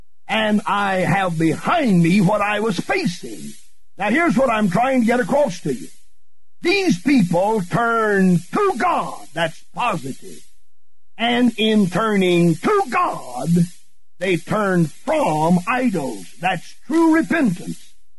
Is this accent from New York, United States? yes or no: no; Greenville, South Carolina, United States; If I'm facing Greenville, South Carolina, traveling a highway facing Greenville, my hometown, but I don't want to go to my hometown